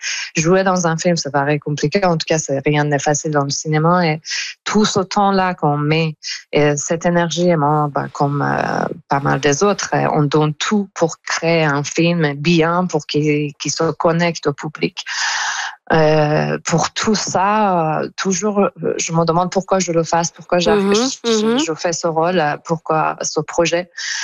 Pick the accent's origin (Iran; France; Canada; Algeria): Iran; moved away; comme tous les autres Iraniens, soit en Iran, soit en diaspora, on est tous et toutes en deuil.